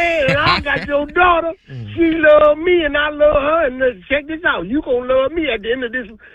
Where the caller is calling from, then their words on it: Detroit, Michigan, United States; I'm from Detroit